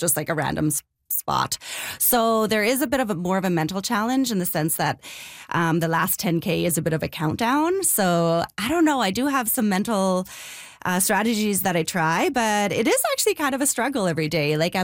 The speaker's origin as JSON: {"language": "English", "town": "Flin Flon", "region": "Manitoba", "country": "Canada", "tie": "born there", "said": "I was born in Flin Flon."}